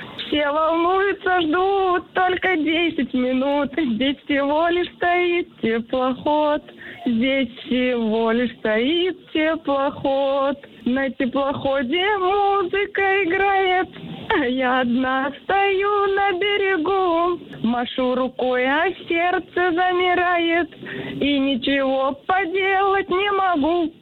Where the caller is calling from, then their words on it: Saint Petersburg, Russia; я из Санкт-Петербурга.